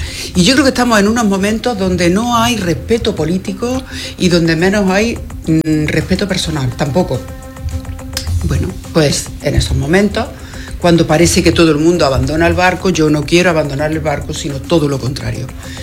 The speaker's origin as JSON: {"language": "Spanish", "town": "Andújar", "region": "Andalusia", "country": "Spain", "said": "el alcalde de Andújar, pero jamás le voy a faltar el respeto, jamás. Y es más, delante de mí tampoco voy a permitir que nadie se lo falte, porque está representando a mi pueblo."}